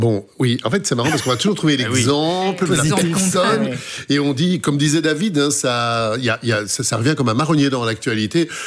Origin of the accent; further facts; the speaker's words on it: Belgium; Si on voyage un peu, quand on dit qu'on est belge, généralement, on nous parle, un, du foot et deux, de la bière.